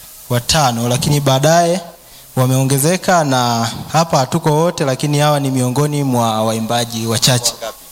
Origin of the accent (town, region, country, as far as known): Njombe, Tanzania